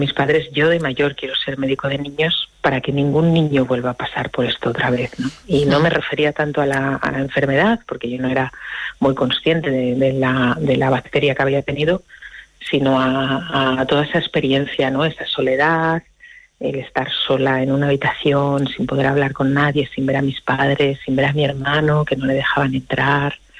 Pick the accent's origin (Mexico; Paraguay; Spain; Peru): Spain; Asturias; ingresé en el Hospital Central de Asturias, porque yo soy asturiana